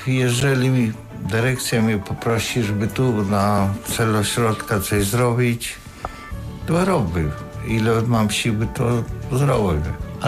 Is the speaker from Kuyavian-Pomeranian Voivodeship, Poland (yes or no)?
no; Kraśnik, Lublin Voivodeship, Poland; Bo ja pochodzę z hełma, tylko z Kraśnika.